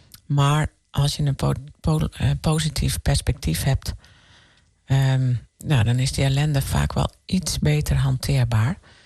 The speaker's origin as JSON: {"language": "Dutch", "region": "northern Netherlands", "country": "Netherlands", "accent": "northern", "moved": "yes", "lives_now": "Eindhoven area, Netherlands", "said": "Mensen zouden het niet denken aan mijn tongval. Ik heb een noordelijke tongval, maar ik woon nu helemaal in Noord-Brabant. Vlakbij Eindhoven."}